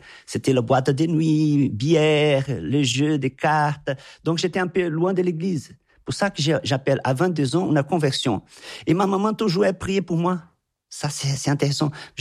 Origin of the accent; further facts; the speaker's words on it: Brazil; moved away as an adult; now in France; je suis aumônier des Brésiliens depuis que je suis arrivé dans le diocèse de Créteil en 2015.